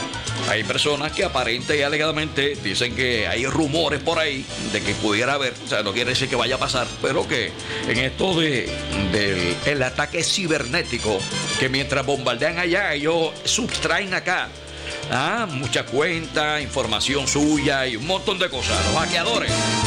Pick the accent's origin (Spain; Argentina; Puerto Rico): Puerto Rico; Sabana Grande; mi gente de Sabana Grande, la gente de mi barrio Molina, que me crié allá en Molina, Molina City